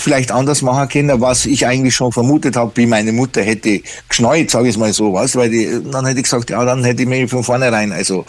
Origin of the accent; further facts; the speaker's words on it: Germany; born there; ich fühle mich natürlich, dass ich hier schon lange Jahre lebe und hier geboren bin, eher als mehr Deutsch als wie Italiener.